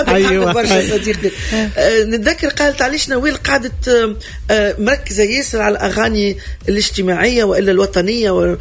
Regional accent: Tunisia; انا كفنانة تونسية

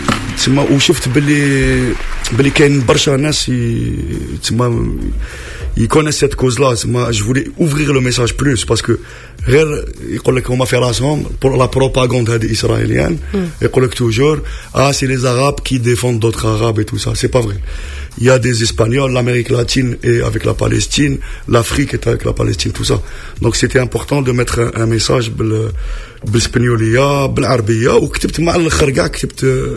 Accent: Algeria; منين انت من الجزائر حضرتك من الجزائر

